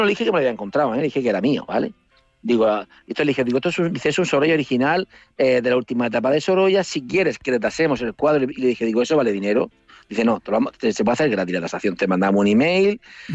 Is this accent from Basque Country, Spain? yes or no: no; Murcia, Region of Murcia, Spain; Digo, mire … soy de Murcia y tal.